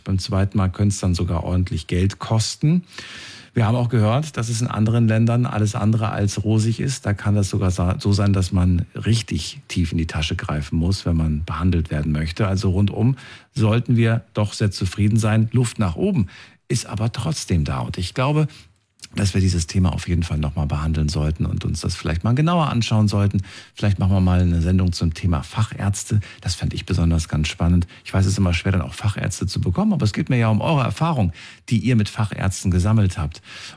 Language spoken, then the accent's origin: German; Germany; Aus Deutschland, ja. Mein Papa ist Slowake, okay. Aber ich bin in Deutschland